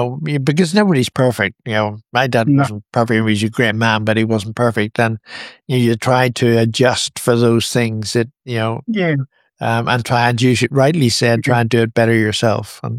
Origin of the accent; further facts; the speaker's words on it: Belfast, Northern Ireland, United Kingdom; I mean, I grew up in Belfast, and it was all bad in Belfast.